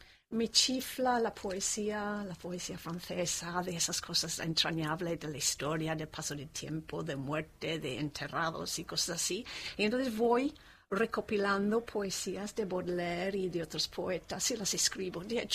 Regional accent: London, United Kingdom; now in Vilafranca, Spain; yo soy inglesa arraigada en el interior de la provincia de Castellón

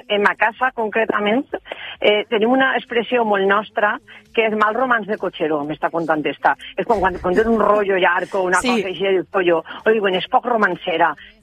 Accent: Albal, Valencian Community, Spain; Com ja sabeu, jo soc d'Albal, de l'Horta Sud de València, i bueno, pues és una paraula que allí no gastem.

